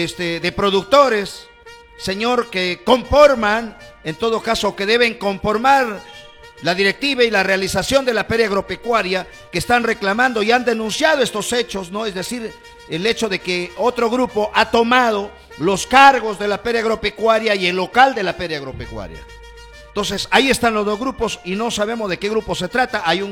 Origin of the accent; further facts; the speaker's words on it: Peru; Yo, como ciudadano elector del Perú